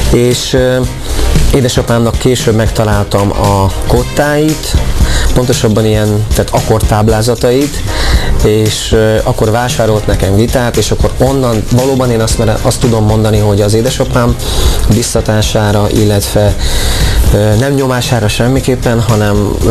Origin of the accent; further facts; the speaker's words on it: Kissziget, Zala, Hungary; also born or lived in Nova / Lovászi; egy Zala, most már Zala vármegyei kis községben, Kisszigeten nőttem fel, ott születtem, illetve Nován születtem, kisszigeti lakos lettem akkor és utána, és két évre elköltöztem Lovászi községbe, és utána visszajöttem